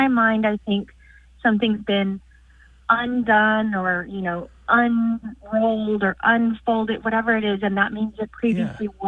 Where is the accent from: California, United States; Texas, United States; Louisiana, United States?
Texas, United States; I'm not a sweet tea person. Growing up in Texas, and I'm sure it's more, it's prevalent in the South, it's just too sweet for me.